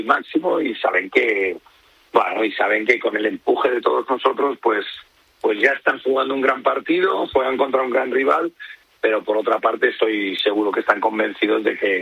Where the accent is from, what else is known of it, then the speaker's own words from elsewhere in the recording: Madrid, Community of Madrid, Spain; porque yo soy de Madrid, pues vamos a estar apoyándoles